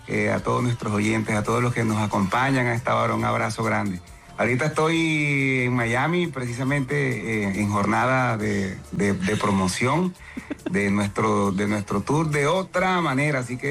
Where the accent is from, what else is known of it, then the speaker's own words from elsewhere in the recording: Maicao, La Guajira, Colombia; En pleno funeral de mi papá, en mi pueblo Maicao.